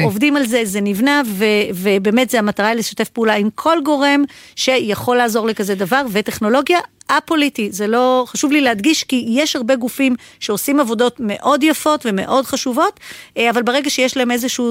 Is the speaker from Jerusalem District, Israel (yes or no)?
no; Arad, Southern District, Israel; born there; אני ילידת ערד